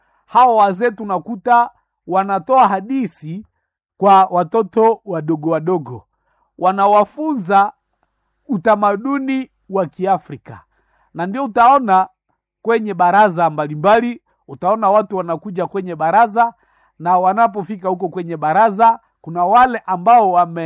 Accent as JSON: {"language": "Swahili", "region": "North Kivu", "country": "DR Congo", "said": "Ni kama leo kwetu sisi Wanande, wanasema sisi Wanande tulitokea sehemu za Uganda na tulivuka kwenye mgongo ya nyoka."}